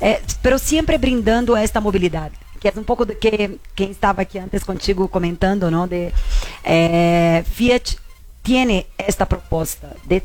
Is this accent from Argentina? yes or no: no; Italy; Spanish is a second language; Estoy me movimentando mucho aquí, soy muy italiano.